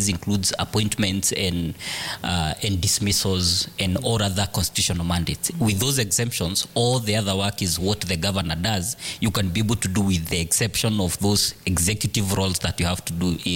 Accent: Murang'a County, Kenya; I come from the lower side of Muranga. I come from Katanga constituency.

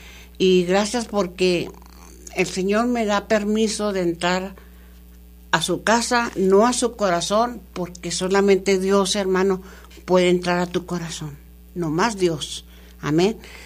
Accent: El Paso, Texas, United States; El Paso, Texas, mi ciudad hermosa, donde yo he crecido aquí en este El Paso.

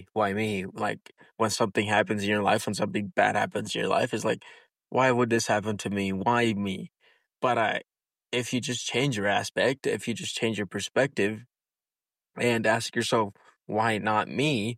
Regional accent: Briggsdale, Colorado, United States; I think they say something that they say in Briggsdale is, like, you're protected, like, in the Little Briggsdale bubble, because you never go out. You're from a super tiny community

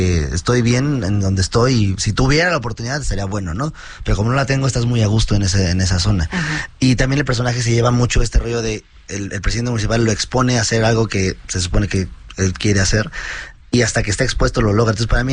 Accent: Mexico; de los alegres que somos los mexicanos

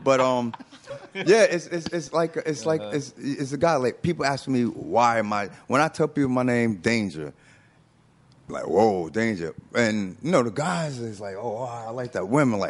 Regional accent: New York, United States; You know, and I grew up in the five boroughs. Like I said, I grew up in Queensbridge, you know, and Queensbridge is one of the largest housing projects in the world.

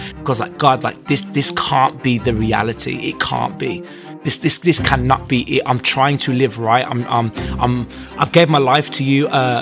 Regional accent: Birmingham, West Midlands, United Kingdom; I'm 24. I'm from Birmingham, England.

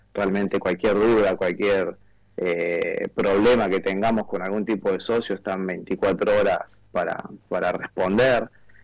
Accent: Córdoba, Argentina; moved away as an adult; now in Málaga, Spain; Si bien yo soy del interior, soy de Córdoba, pero viajábamos mucho para Buenos Aires a poder ver a Boca

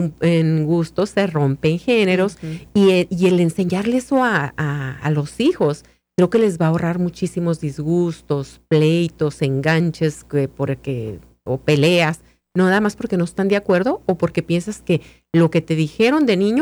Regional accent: Mexico; moved away; vas allá y dices, bueno, somos todos mexicanos

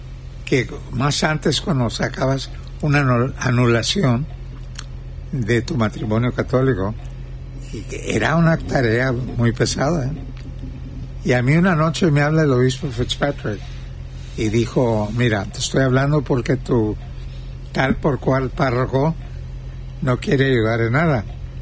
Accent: Rio Grande City, Texas, United States

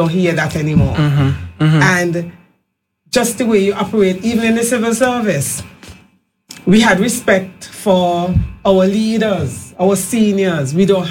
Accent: Montserrat; the generation that we grew up in Montserrat.

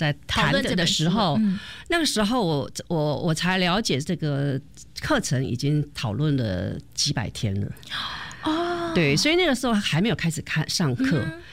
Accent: Hualien, Hualien County, Taiwan; 那我是花莲出生长大的孩子，慈济在花莲或在台湾它算是一个很重要的一个精神指标，那我身为一个花莲人

